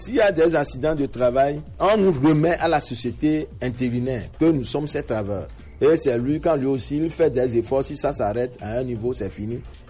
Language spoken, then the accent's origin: French; Togo; en tant que Togolais.